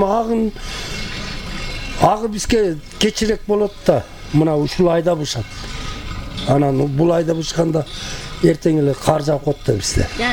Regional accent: Akbashat, Talas Region, Kyrgyzstan; Ушул Акбашат айылынын тургуну болом. Ушул жерде жашап, ушул жерден өнүп өстүм.

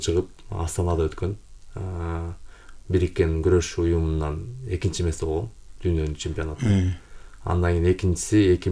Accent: Budenny, Talas Region, Kyrgyzstan; Мен өзү Талас облусунун Кара Бура районуна караштуу, чоң Кара Бура районунан Буденый деген айылда төрөлгөм. Ата энем, апам ушул эле школдо мектепте мугалим болуп иштеп келген.

